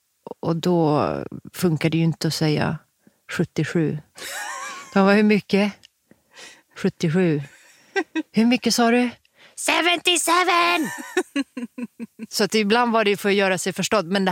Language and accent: Swedish; Haparanda, Norrbotten County, Sweden; Alltså det har ju alltid varit liksom också, vars kommer du ifrån? Haparanda.